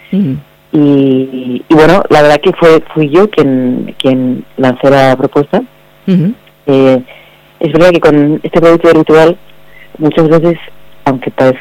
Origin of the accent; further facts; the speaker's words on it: Navarre, Spain; yo soy originalmente de Navarra, pero sí, es verdad que mi familia también es alavesa